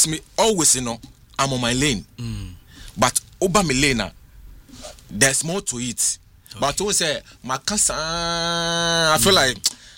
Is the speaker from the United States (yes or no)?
no; Ghana; Me say yes, I'm a Ghanaian, proudly one.